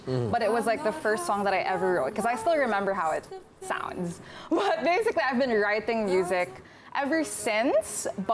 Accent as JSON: {"language": "English", "country": "Philippines", "said": "I always talk about like how I'm from the Philippines, and at the time, you know, it was COVID and it was crazy, but I was like, nah, like, I'm from the Philippines, I'm from Asia, so, and I'm loud and proud."}